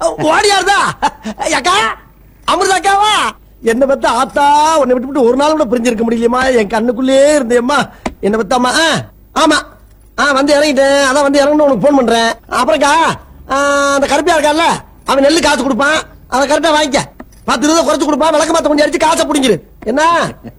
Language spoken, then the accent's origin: Tamil; Kanadukathan, Tamil Nadu, India; காரைக்குடி பக்கத்துல காணாடு காத்தா.